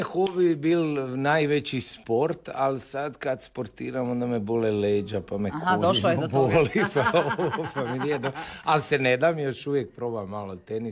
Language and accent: Croatian; Zagreb, City of Zagreb, Croatia; accent: Zagreb kajkavian; Ja sam z Vrbana, na Vrbanima. To je bio isto jedan ludi kvart, jedan miješan kvart, to su one osam doba univerzijade. Zapravo sam rođen u Raketama, znači tu na Savskoj, smo živjeli u garsonjeri